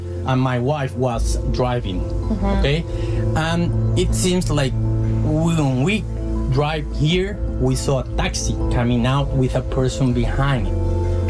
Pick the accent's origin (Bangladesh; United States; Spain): Spain; I was coming from Spain. I'm from Spain.